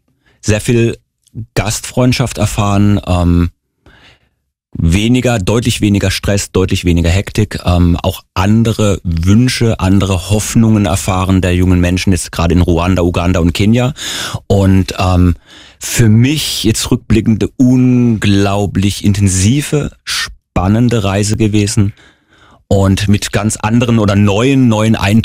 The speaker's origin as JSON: {"language": "German", "country": "Germany", "said": "fragen mich ganz viel auch nach meiner Heimat, Deutschland, wo komme ich her"}